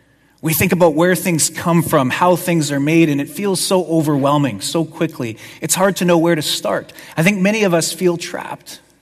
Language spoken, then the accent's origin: English; Winnipeg, Manitoba, Canada; I come from Winnipeg. I know that the Manitoba landscape can be very harsh.